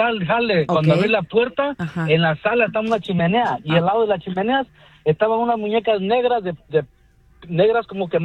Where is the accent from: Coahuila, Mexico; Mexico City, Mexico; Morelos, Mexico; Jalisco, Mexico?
Morelos, Mexico; Que me escucho medio italiano, pero soy mexicano.